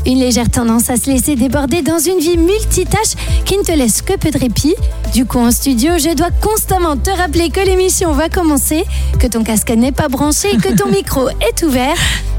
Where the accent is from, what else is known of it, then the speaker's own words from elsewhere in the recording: Bourgogne-Franche-Comté, France; accent: Franc-Comtois; Et heureusement, comme … lorsqu'elle chante, je réussis à masquer mon accent franc-comtois.